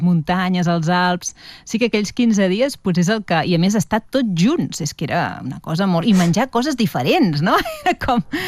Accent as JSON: {"language": "Catalan", "town": "Vilafranca del Penedès", "region": "Catalonia", "country": "Spain", "tie": "born or raised there", "also_born_or_lived": "Barcelona", "said": "Vam marxar de Barcelona per feina, suposo, per feina del meu pare. Sí, sí, vam anar a parar a Vilafranca"}